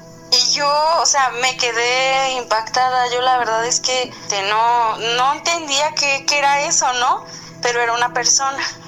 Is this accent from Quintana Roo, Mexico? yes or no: no; Querétaro, Mexico; soy del estado de Querétaro.